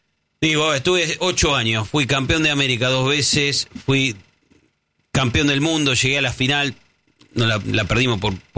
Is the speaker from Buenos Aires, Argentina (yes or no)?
yes; Buenos Aires, Argentina; Yo soy porteño, acá muchos somos porteños.